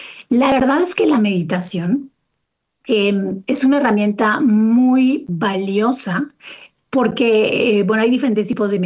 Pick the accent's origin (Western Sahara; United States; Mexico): Mexico; quienes crecimos en México